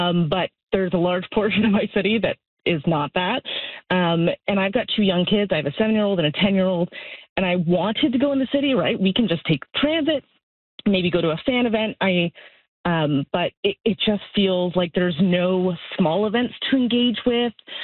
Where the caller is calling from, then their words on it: Oakville, Ontario, Canada; I am in Oakville, and with that, I'm in normal people Oakville.